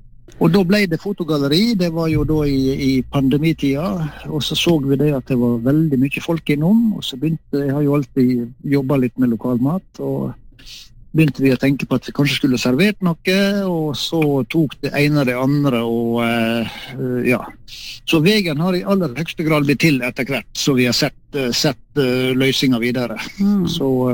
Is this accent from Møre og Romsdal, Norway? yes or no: yes; Ålesund, Møre og Romsdal, Norway; Nei, du er født og oppvokst oppe i Ålesund, helt i strandkanten på en fjord etter Borgundfjorden